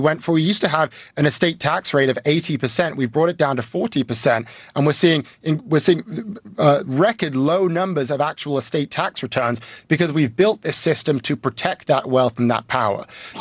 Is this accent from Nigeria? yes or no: no; United Kingdom; moved away; my home country of the UK